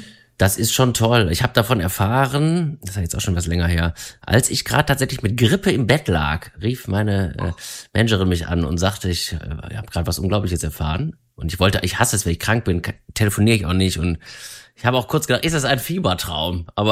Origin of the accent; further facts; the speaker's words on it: Wuppertal, North Rhine-Westphalia, Germany; born there; now in Berlin, Germany; Liedermacher aus Berlin, gebürtiger Wuppertaler, aber seit vielen, vielen Jahren in Berlin, Jahrzehnten bald.